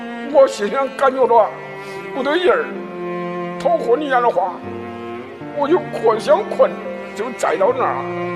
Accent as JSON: {"language": "Chinese", "region": "Shandong", "country": "China", "said": "我的家是山东的，他说我是山东的，他是老乡。"}